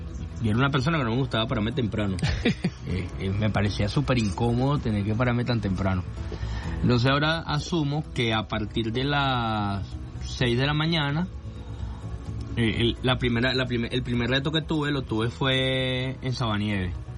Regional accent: Caracas, Capital District, Venezuela; yo vengo de Pinto Salina.

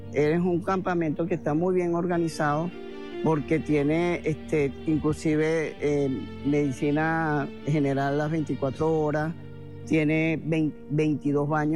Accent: La Guaira, Venezuela; venimos de La Guaira, queremos ayudar, pues, a nuestro, lógicamente, pueblo venezolano

